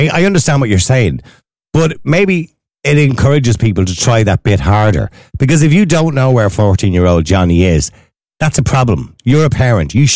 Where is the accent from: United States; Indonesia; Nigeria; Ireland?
Ireland; Dublin, Leinster; I'm from Eadmore. Eadmore was a very rough place.